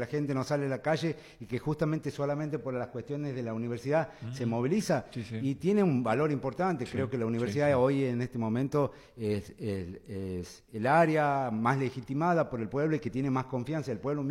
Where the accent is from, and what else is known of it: Argentina